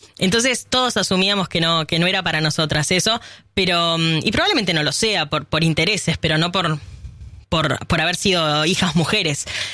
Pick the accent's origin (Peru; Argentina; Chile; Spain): Argentina; Tejedor, Buenos Aires; me quedé y me revinculó con Tejedor, que acá lo menciono mucho y los oyentes ya lo saben, que es mi pueblo. Me revinculó con el campo